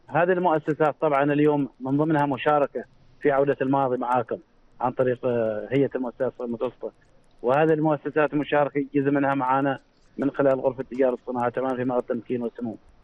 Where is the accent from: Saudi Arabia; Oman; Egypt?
Oman; نحن كعمانيين